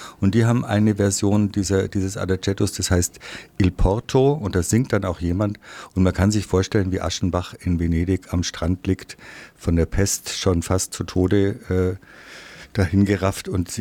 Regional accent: Bavaria, Germany; moved away as an adult; now in Nuremberg, Germany; ich komme aus der Oberpfalz, ich lebe seit 43 Jahren in Nürnberg, Fürth

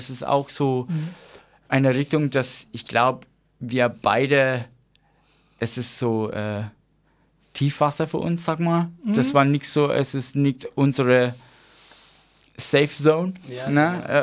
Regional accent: Australia; German is a second language; moved away; Und ja, ich bin Australier

